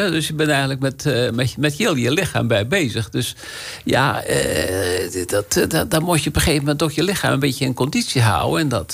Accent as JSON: {"language": "Dutch", "town": "Stavenisse", "region": "Zeeland", "country": "Netherlands", "tie": "born there", "moved": "yes", "lives_now": "Goeree-Overflakkee, Netherlands", "said": "die woont al op... ik ben geboren op Stijvenisse, Tolen. En ons woonde al … die woonde al sinds 1600 op het eiland Tolen. En ik ben de eerste die dat eiland gaat verlaten is."}